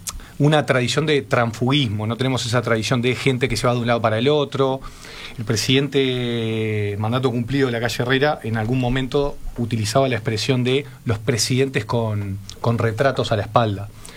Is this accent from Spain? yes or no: no; Montevideo, Uruguay; Lo segundo me parece un tema como montevideano.